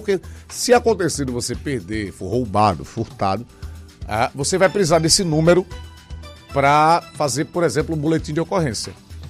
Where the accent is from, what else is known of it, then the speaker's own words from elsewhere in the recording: Maceió, Alagoas, Brazil; born there; Se eu pudesse escolher qualquer lugar do mundo para nascer, eu escolheria Maceió de novo. Eu amo a minha terra.